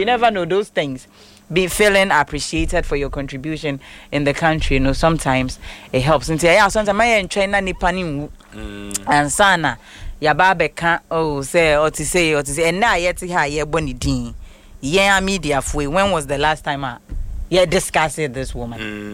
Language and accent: English; Ghana; I am from Ghana